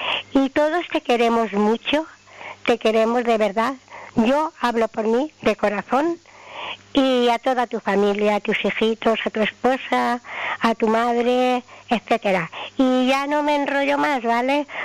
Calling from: Balearic Islands, Spain; de Sonoliva.

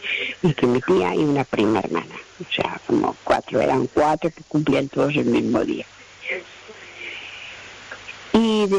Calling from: Palma, Balearic Islands, Spain; Hola, mami. Buenas noches. … de Palma.

